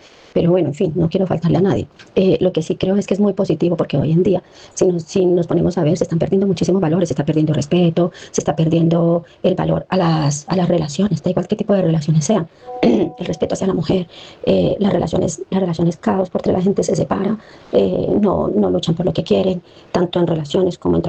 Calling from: Colombia; lo que nos identifica como sociedad, pero no como sociedad general, como sociedad colombiana

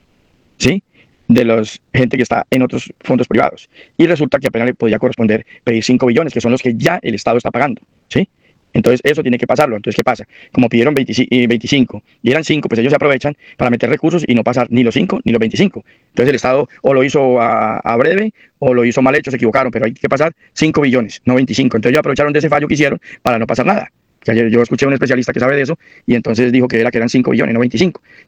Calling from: Zaragoza, Aragon, Spain; de Zaragoza, el camionero, ando por Italia.

